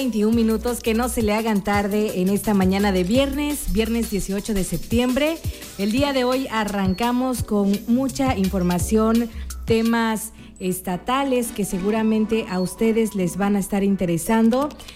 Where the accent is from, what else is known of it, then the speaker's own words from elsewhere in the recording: Mexico; como buen mexicano, todo mundo quiere celebrar la vida y la muerte.